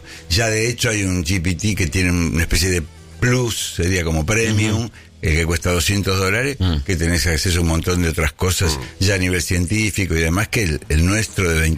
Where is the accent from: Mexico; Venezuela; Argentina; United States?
Argentina; Somos argentinos.